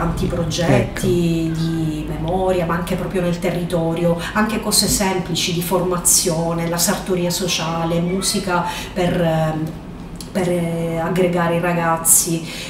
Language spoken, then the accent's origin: Italian; Palermo, Sicily, Italy; now in Cinisi, Italy; Io non sono di Cinisi, sono di Palermo, quindi non arrivo qui perché nasco qui, ma mi trasferisco qui da alcuni anni